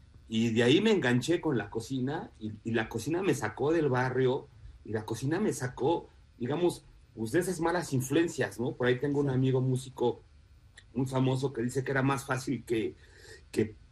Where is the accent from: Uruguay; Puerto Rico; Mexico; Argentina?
Mexico; Mexico City; yo soy de la Ramos Millán, allá por la alcaldía de Iztacalco. Un barrio, ¿no?